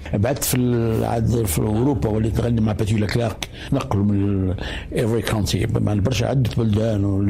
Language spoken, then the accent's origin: Arabic; Tunisia; moved away; انا تونسي.